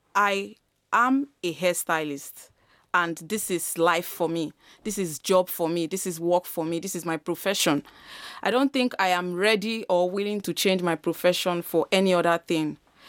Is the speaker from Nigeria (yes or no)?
yes; Nigeria; now in Vienna, Austria; I'm African, I'm Nigerian, and I'm living here in Vienna.